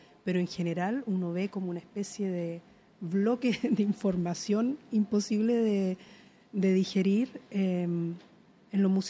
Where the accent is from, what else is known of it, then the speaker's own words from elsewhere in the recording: Chile; Ella dejó una huella que nos identifica como chilenos.